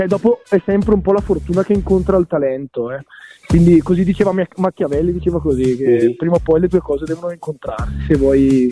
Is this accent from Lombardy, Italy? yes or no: yes; Lombardy, Italy; accent: Brescian; Sì, si sente dall'accento, sicuramente si sente, non sono di Catanzaro.